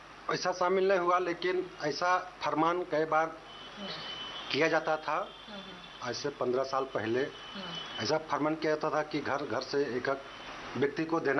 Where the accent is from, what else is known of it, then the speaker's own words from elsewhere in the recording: Latehar district, Jharkhand, India; ग्राम जीपुआ टोला बुचुआटार थाना बालूमाथ जिला लातेहार का निवासी हूँ।